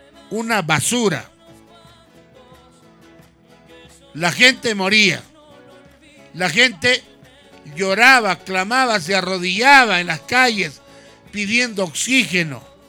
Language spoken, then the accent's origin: Spanish; Andean highlands, Peru; serranos como yo